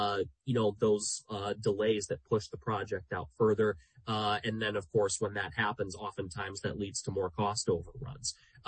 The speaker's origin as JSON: {"language": "English", "region": "Michigan", "country": "United States", "said": "And even take my home state of Michigan."}